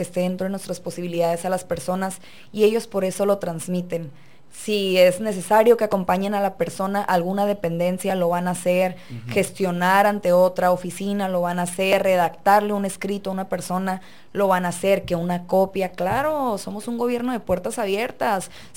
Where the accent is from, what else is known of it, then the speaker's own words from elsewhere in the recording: Tijuana, Baja California, Mexico; born there; soy de abuelos y padres nacidos en este municipio, al igual que mi hermano y yo nacimos aquí en Tijuana